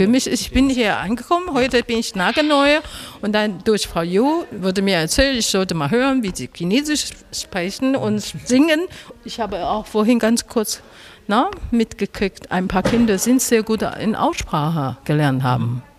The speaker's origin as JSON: {"language": "German", "country": "Taiwan", "said": "Persönlich komme ich aus Taiwan."}